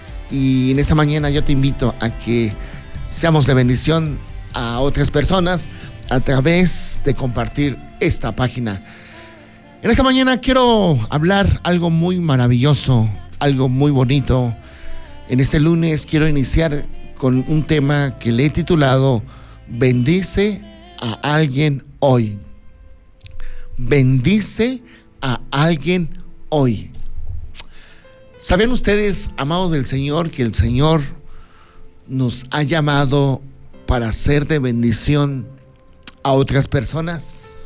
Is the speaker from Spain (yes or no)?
no; Mexico; Spanish is a second language; Nosotros como mexicanos